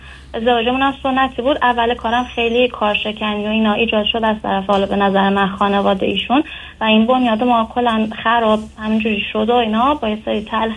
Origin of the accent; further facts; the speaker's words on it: Iran; اینجا پزشکی دارم میخونم و تقریبا 2 ماه دیگه بعد یه آزمون خیلی سرنوشت ساز علوم پایه رو بدم. بعد خب از ایرانم درسم خوب بود، یعنی تو مدرسه اینا موفق بودم.